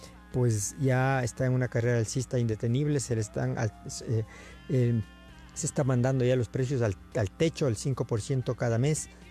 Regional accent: Ecuador; le mandamos nuestra mejor vibra como ecuatorianos

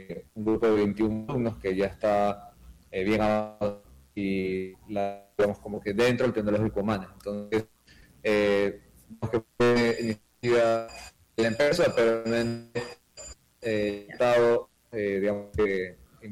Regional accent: Guayaquil, Guayas, Ecuador; No, no, yo soy de Guayaquil, sí.

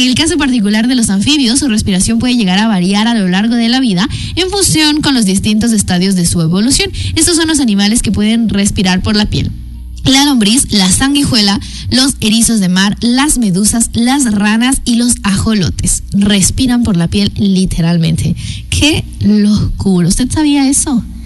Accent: Quito, Pichincha, Ecuador; Yo vengo de la ciudad de Quito y justo hablábamos de que las pizzas son buenísimas aquí por alguna razón que no entiendo.

